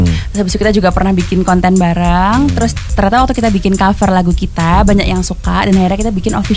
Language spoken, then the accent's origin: Indonesian; Surabaya, East Java, Indonesia; Aku dari Surabaya.